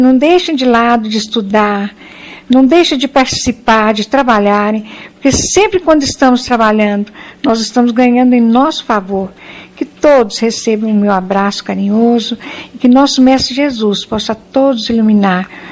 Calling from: Patos de Minas, Minas Gerais, Brazil; sou de Patos de Minas.

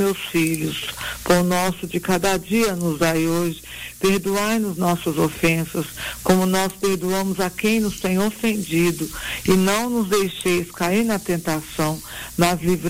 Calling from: Conselheiro Lafaiete, Minas Gerais, Brazil; Nós somos de Lafayette

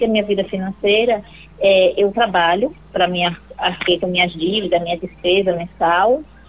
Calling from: Salvador, Bahia, Brazil; De Salvador.

